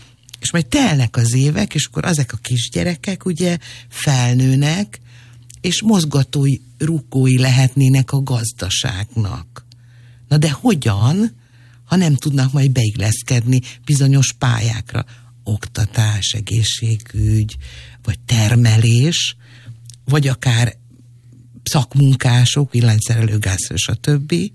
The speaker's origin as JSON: {"language": "Hungarian", "country": "Hungary", "said": "nekem ez romaként is nagyon szomorú. De mondjuk azt, hogy magyar állampolgárként."}